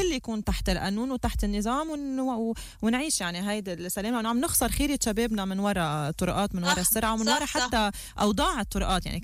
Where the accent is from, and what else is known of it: Lebanon